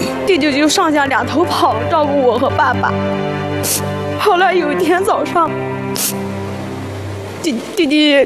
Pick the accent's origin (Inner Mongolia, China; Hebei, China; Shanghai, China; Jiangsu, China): Inner Mongolia, China; Wuhai; 今年25岁，我来自内蒙古乌海。